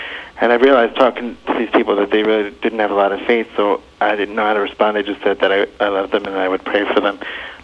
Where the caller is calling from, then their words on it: Middletown, New York, United States; Middletown, New York.